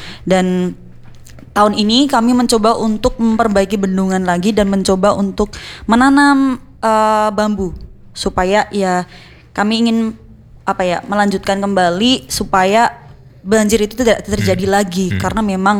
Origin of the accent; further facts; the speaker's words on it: Yogyakarta, Special Region of Yogyakarta, Indonesia; Aslinya kota Yogyakarta.